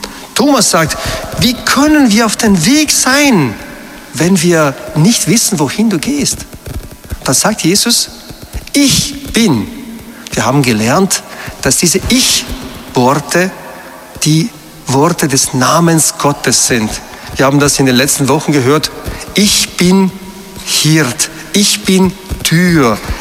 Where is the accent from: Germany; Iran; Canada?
Iran; moved away; Ich denke, ich bin ein Iraner